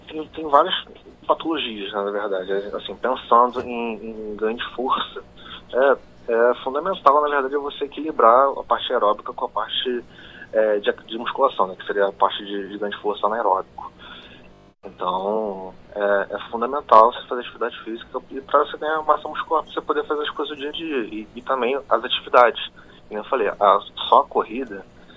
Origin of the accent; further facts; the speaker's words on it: Brazil; Eu sou brasileiro, mas a minha família é de fora.